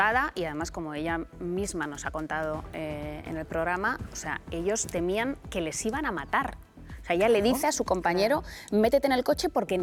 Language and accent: Spanish; Spain